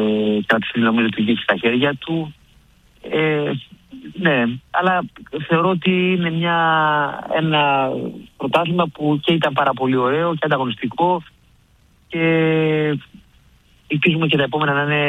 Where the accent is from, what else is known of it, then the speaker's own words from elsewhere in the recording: Greece; also born or lived in Cyprus; όταν έφυγα από την Ελλάδα